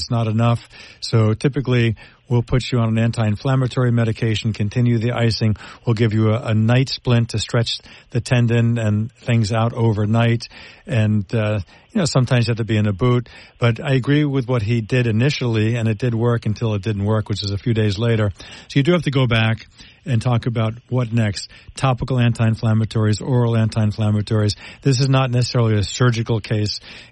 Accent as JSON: {"language": "English", "town": "Bellmore", "region": "New York", "country": "United States"}